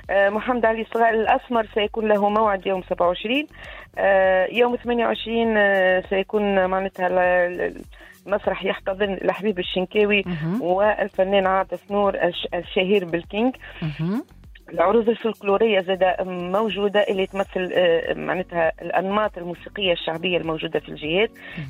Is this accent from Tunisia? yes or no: yes; Tunisia; احنا كشعب تونسي منفتحين